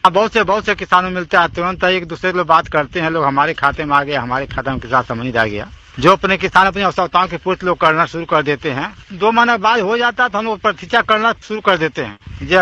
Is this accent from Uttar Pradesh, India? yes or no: yes; Gorakhpur, Uttar Pradesh, India; ग्राम दुगना, जिला गोरखपुर का रहने वाला हूँ।